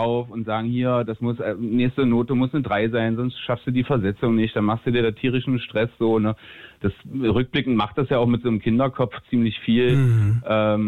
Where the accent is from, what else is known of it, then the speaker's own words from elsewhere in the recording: Magdeburg, Saxony-Anhalt, Germany; Als Magdeburger ist man da jetzt so, ne?